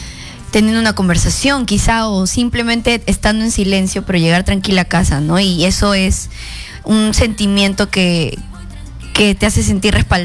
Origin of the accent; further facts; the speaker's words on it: Peru; yo como mujer peruana, como ciudadana también